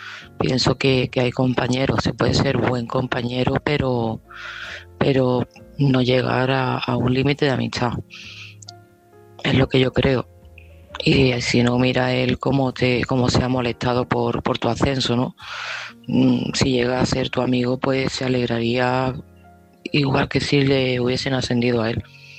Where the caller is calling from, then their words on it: Seville, Andalusia, Spain; de Sevilla